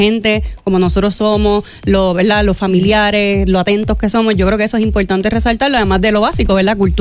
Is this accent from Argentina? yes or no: no; Puerto Rico; nosotros como puertorriqueños